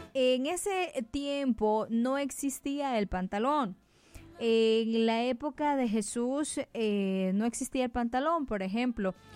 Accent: Honduras

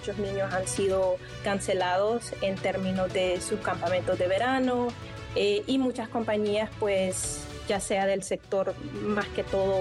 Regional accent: Honduras; also born or lived in La Ceiba, Honduras; now in Toronto, Canada; Bueno, yo nací en La Mosquitia. Me crié entre La Mosquitia y La Ceiba.

